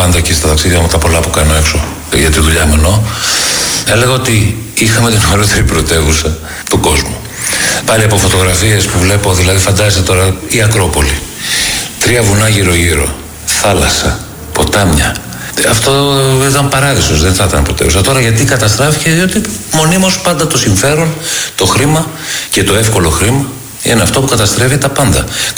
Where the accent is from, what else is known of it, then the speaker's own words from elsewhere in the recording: Greece; όταν είμαι εκτός Ελλάδος και κάποιος πάει να μου θίξει την πατρίδα μου